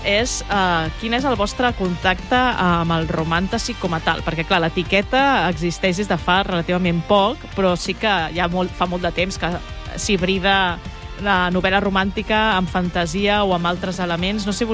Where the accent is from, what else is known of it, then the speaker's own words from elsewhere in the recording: Tordera, Catalonia, Spain; avui fem parada a la ràdio del meu poble natal